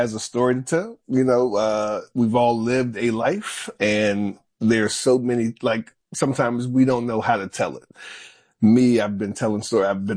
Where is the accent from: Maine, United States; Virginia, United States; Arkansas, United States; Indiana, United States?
Virginia, United States; Charlottesville; moved away as an adult; So I born and raised in Charlottesville, Virginia. Haven't lived there in a long time. Left at 18 and went to Daytona for college, but that will always be home.